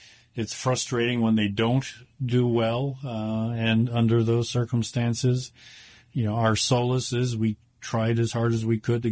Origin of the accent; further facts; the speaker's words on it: Buffalo, New York, United States; moved away; I grew up in Buffalo. My parents are still there.